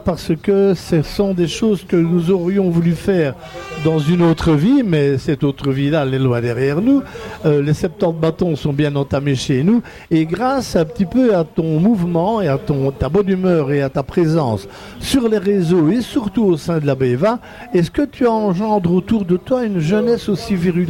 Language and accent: French; Belgium